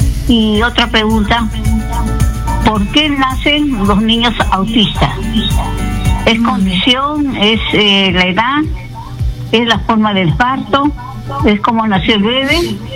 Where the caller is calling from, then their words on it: Lima, Peru; Le hablo de Surco.